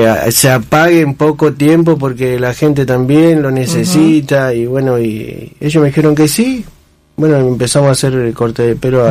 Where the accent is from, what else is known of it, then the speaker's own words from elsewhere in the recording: Argentina; Somos el argentino, creo yo que es así.